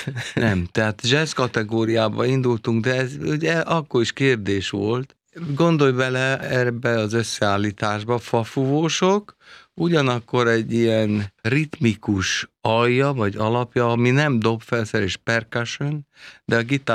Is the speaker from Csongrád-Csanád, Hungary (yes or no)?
no; Kaposvár, Somogy, Hungary; moved away as an adult; now in Budapest, Hungary; Én Kaposváron születtem, ott 8 évig hegedülni tanultam